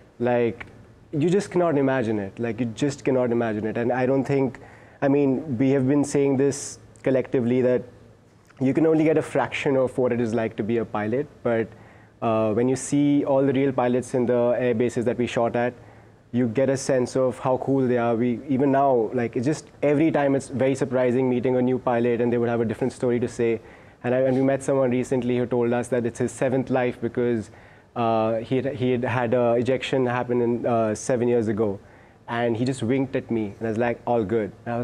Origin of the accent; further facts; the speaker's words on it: India; I was born in June 1999.